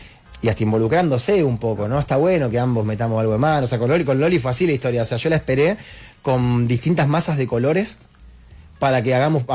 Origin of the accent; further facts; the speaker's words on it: Litoral, Argentina; Yo soy del litoral.